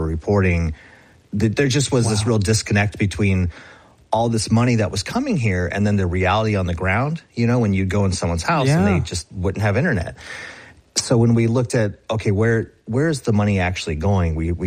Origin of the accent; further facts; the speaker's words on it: Alaska, United States; But, I'm from Alaska. I grew up here.